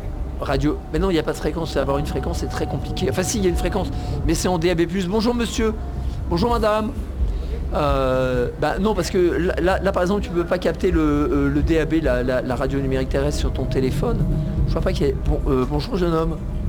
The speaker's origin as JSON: {"language": "French", "country": "Belgium", "said": "Je suis belge, ouais. Je suis belge."}